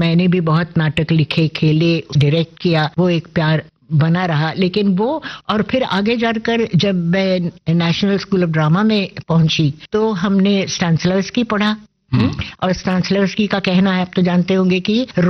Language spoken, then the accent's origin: Hindi; Pune, Maharashtra, India; also born or lived in Lucknow; हाँ पुणे आ गई और नाना के पास, मतलब अपने पिता के पास, मेरे नाना अप्पा नाम कहते थे, और तब से मैं उनकी छत्र छाया में पली बड़ी।